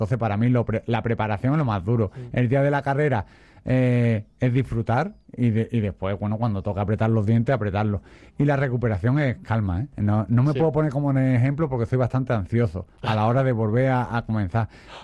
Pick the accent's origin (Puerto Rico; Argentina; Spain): Spain; Ronda, Andalusia; Y ya sabemos, los que somos de Ronda sabemos lo que es la logística legionaria, por así decirlo.